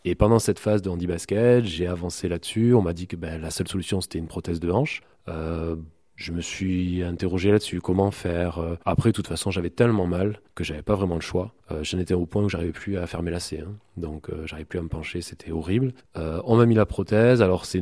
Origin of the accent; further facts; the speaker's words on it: Montpellier, Occitanie, France; J'ai commencé le basket à l'âge de 12 ans, ici hein, dans la région, puisque je suis natif de Montpellier.